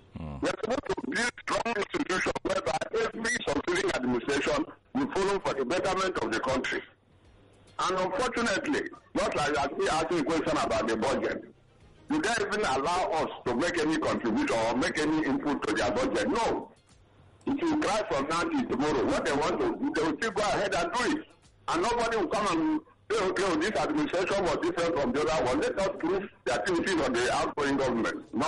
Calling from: Ikeja, Lagos, Nigeria; I'm calling from Ikeja. Ikeja.

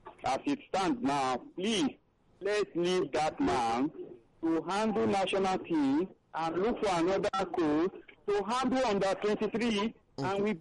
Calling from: Nigeria; I'm calling from Okiafa.

